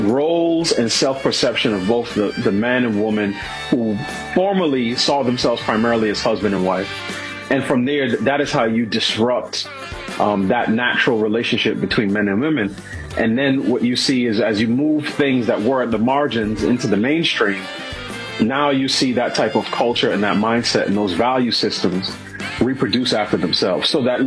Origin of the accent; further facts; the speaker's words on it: New York City, New York, United States; now in Washington, United States; I grew up in New York City. You know, I went to school in college in Pittsburgh. I've been in the DC area now almost 20 years.